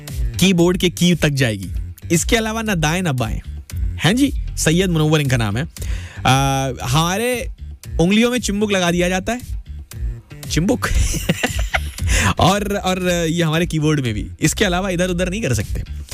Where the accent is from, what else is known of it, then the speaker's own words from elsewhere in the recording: Basti, Uttar Pradesh, India; आगे भाई हम बस्ती से हैं, ओ फैजाबाद और बस्ती में ज़्यादा टाइम ज़्यादा दूर नहीं है।